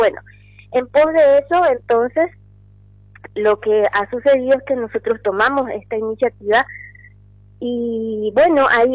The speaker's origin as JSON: {"language": "Spanish", "country": "Paraguay", "said": "Nosotros como ciudadanos paraguayos, padres de familia"}